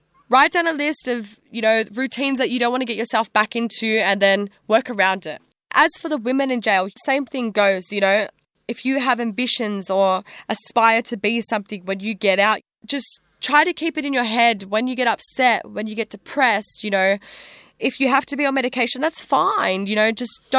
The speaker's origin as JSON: {"language": "English", "country": "Australia", "said": "I'm an Australian poet rapper bringing you music and stories this week on Jailbreak Radio."}